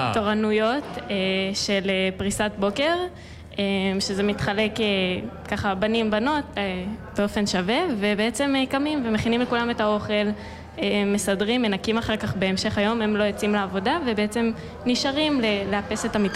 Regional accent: Avihayil, Central District, Israel; אני מאביחיל, שזה בעמק חפר.

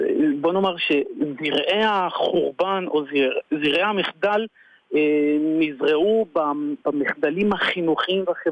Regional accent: Beit She'an, Northern District, Israel; אני גדלתי ונולדתי, גדלתי בבית שאן, עיר עם אוריינטציה לאומית, מסורתית, שמרנית, במובן מסוים

